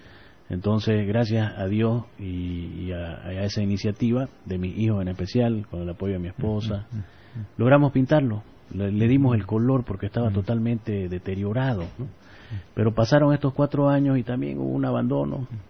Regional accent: Beni, Bolivia; now in Santa Cruz de la Sierra, Bolivia; yo soy del Beni, criado en aviones por falta de carretera.

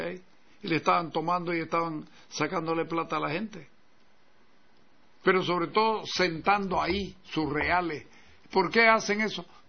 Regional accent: Santa Cruz, Bolivia; soy cruceño, y no por ser farsante, pero soy cruceño

